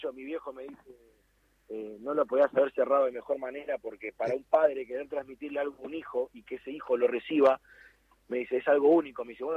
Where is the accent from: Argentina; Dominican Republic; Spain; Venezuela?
Argentina; Caseros, Buenos Aires Province; Yo no soy de Banfield, yo soy de Boca, soy de Casero